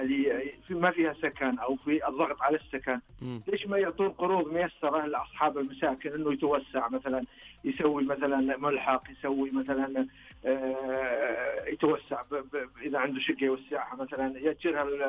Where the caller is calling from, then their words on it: Iraq; كلمك من العراق.